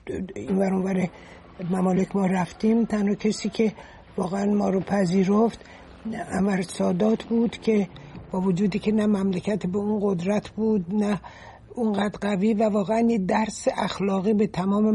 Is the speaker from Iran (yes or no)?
yes; Iran; moved away as an adult; ما که از ایران آمدیم بیرون، خب اول قاهره رفتیم، بعد رفتیم به مراکش